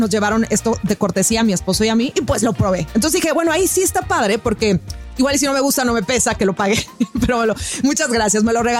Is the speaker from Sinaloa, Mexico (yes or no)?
yes; Mazatlán, Sinaloa, Mexico; O sea, yo que soy sinaloense, mazatleco, me supo como a camarón seco.